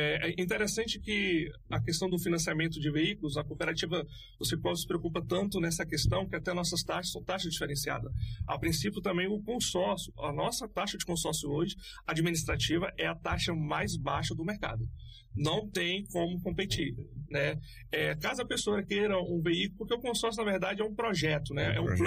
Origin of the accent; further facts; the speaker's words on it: Campos Belos, Goiás, Brazil; Sou de Campos Belos, Goiás, ali divisa com Tocantins, Bahia.